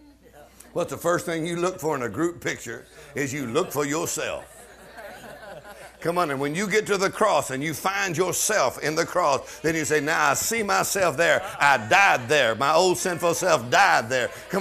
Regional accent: Texas, United States; I wasn't there. I'm from Texas. I wasn't there.

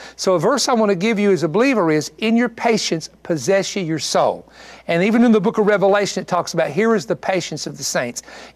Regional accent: United States

